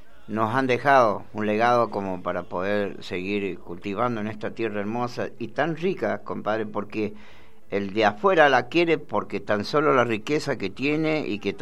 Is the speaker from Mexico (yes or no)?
no; Argentina